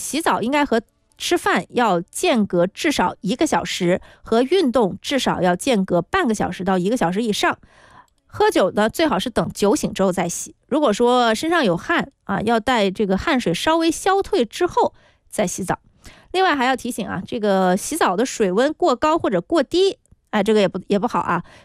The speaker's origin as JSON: {"language": "Chinese", "region": "Guangdong", "country": "China", "said": "咱们广东人这个应该是不太可能"}